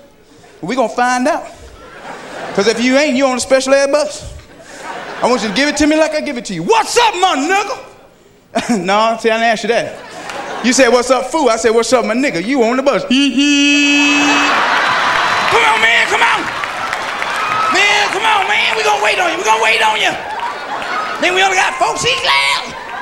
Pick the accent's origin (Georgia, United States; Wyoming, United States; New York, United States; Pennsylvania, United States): Georgia, United States; Atlanta; I'm from Atlanta, Georgia